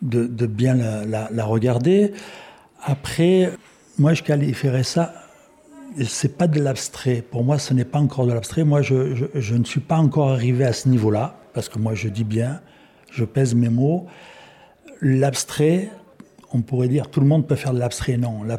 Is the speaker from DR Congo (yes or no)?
no; Nice, Provence-Alpes-Côte d'Azur, France; moved away; moi, je suis originaire, je suis niçois, on va dire.